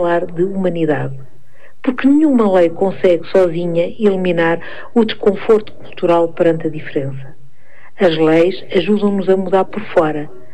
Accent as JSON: {"language": "Portuguese", "region": "Guarda", "country": "Portugal", "tie": "born there", "also_born_or_lived": "Germany", "moved": "yes", "said": "Sou portuguesa, nascida e criada em Portugal, numa família tradicional, da guarda"}